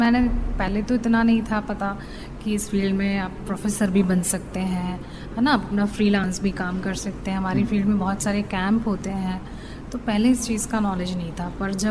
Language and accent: Hindi; Bhopal, Madhya Pradesh, India; और मैं भोपाल से हूँ।